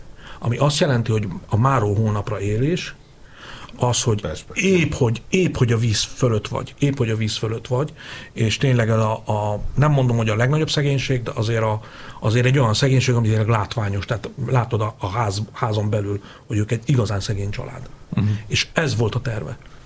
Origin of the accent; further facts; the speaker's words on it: Hungary; egyfelől vidéken születtem, ebben nőttem fel, tehát én nagyon jól látom.